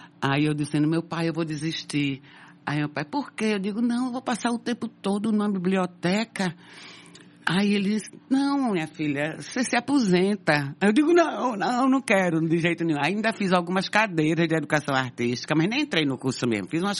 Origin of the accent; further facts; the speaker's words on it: Recife, Pernambuco, Brazil; born there; eu nasci aqui no Recife, sou de uma família de 9, então eu sou a 5ª, tem 4 mais velhos e 4 mais novos.